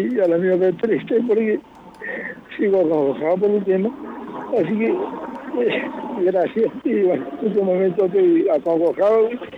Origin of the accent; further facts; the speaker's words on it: Mendoza, Argentina; Y bueno, mendocino, yo también soy mendocino.